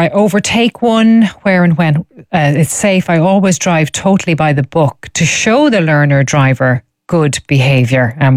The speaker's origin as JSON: {"language": "English", "region": "East Coast", "country": "Ireland", "said": "I'm originally from the East Coast of Ireland. I might have been overtaken once a week. I moved west"}